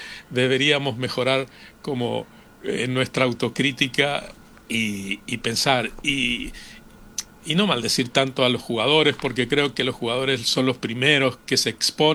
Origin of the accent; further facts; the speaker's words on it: Uruguay; moved away; deciden los ciudadanos que están en Uruguay, no los que estamos afuera